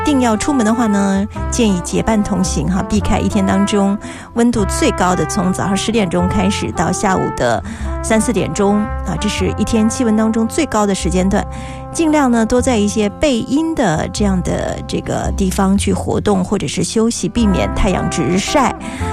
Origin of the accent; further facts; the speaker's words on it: Jiangnan, China; 怎么着都让我们江南人觉得怦然心动